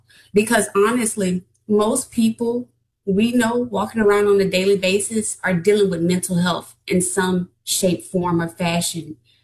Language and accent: English; Louisiana, United States; I was born and raised in Acadiana, which is around 50 minutes from Southern University, where I currently reside in Lafayette